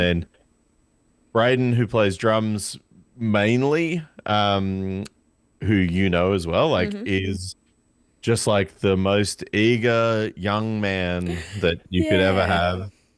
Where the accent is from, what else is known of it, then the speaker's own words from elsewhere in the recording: Canberra, Australian Capital Territory, Australia; I grew up in Canberra and lived there at a time when, conveniently for me, it was very easy to get into overage shows when I was underage.